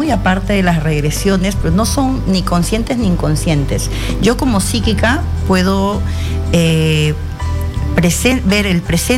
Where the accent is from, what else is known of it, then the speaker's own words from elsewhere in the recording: Lima, Peru; born there; Nací en Lima, mi madre descendiente de San Marcos Huari y mi padre de Cajamarca.